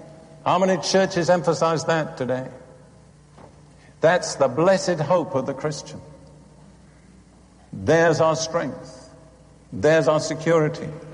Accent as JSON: {"language": "English", "country": "United Kingdom", "moved": "yes", "said": "I'm still British by background."}